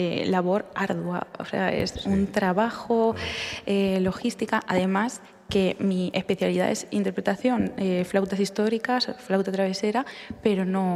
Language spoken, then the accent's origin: Spanish; Villarrobledo, Castilla-La Mancha, Spain; moved away as an adult; also born or lived in Madrid / Estonia / Netherlands